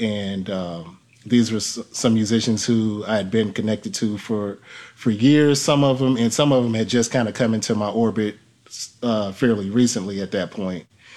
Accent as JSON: {"language": "English", "town": "Gary", "region": "Indiana", "country": "United States", "tie": "born or raised there", "moved": "yes", "lives_now": "Indianapolis, United States", "said": "in my hometown of Gary"}